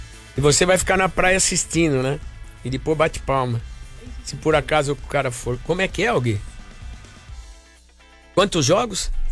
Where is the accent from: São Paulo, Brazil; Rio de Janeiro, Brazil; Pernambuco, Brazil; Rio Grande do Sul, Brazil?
São Paulo, Brazil; Meu time, meu bairro, cresci na Moca. Sou da Moca, não moro hoje mais no bairro.